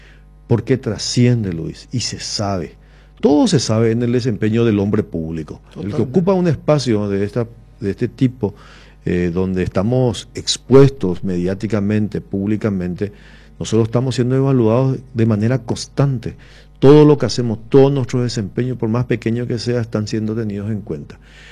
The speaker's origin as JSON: {"language": "Spanish", "town": "Coronel Oviedo", "region": "Caaguazú", "country": "Paraguay", "said": "soy de Coronel Oviedo, de que soy del departamento de Caguazú"}